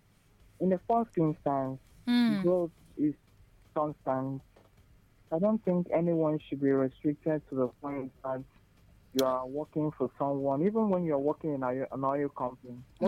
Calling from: Anambra, Nigeria

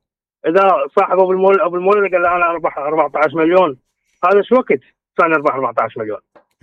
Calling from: Hillah, Babil, Iraq; من الحلة.

